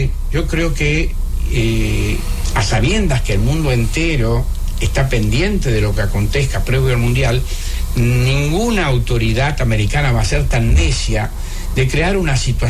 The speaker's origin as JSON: {"language": "Spanish", "region": "Patagonia", "country": "Argentina", "also_born_or_lived": "Buenos Aires / Posadas, Misiones", "moved": "yes", "lives_now": "Dominican Republic", "said": "Soy orgullosamente patagónico. La Patagonia queda lejos de todo."}